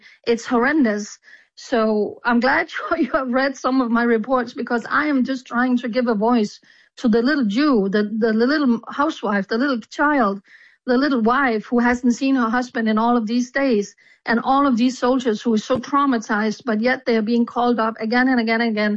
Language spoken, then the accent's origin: English; Denmark; I said, I'm from Denmark.